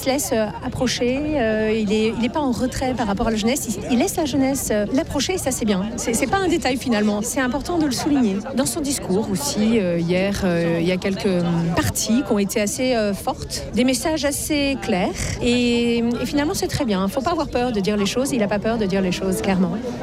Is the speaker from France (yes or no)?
yes; Pays de la Loire, France; je viens du Maine-et-Loire.